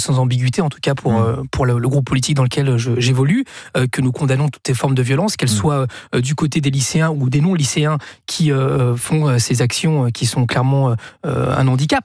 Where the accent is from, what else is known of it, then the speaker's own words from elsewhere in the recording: Chile; now in France; je ne suis pas né en France. Mais c'est quelque chose qui a eu lieu dans mon pays d'origine. Rappelez-vous, au Chili, quand les jeunes se sont rebellés contre l'augmentation du tarif du métro